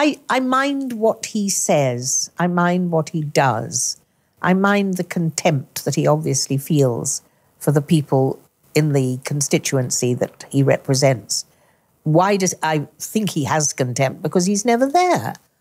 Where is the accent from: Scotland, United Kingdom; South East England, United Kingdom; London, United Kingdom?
South East England, United Kingdom; Oxford; born there; accent: posh; I'm English. I was born in Oxford.